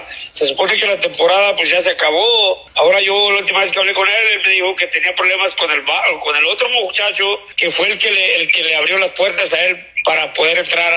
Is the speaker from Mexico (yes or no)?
yes; Michoacán, Mexico; moved away; Yo soy de Michoacán